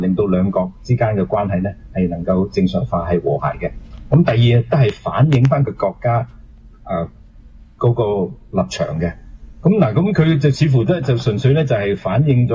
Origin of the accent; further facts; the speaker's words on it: Canada; 既然住咗喺呢個國家，就亦都反映翻俾特朗普睇，我哋加拿大人嗰個意願咧